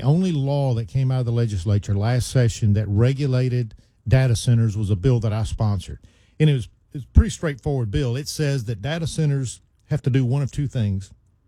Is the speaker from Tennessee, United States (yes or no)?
yes; Memphis, Tennessee, United States; I mean, people find out I'm from Memphis. When I'm outside Tennessee, they find out I'm from Memphis.